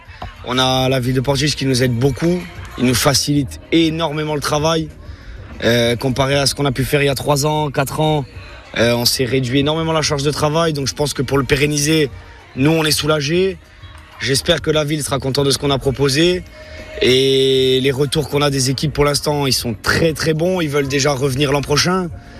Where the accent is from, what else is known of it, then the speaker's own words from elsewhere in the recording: Corsica, France; Donc on a un rapport avec le sable qui est plutôt facile ici, chez nous en Corse.